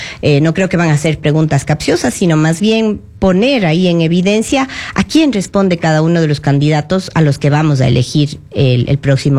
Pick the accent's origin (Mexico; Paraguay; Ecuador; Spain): Ecuador; nosotros como ecuatorianos estábamos ávidos porque vuelvan a ser obligatorios los debates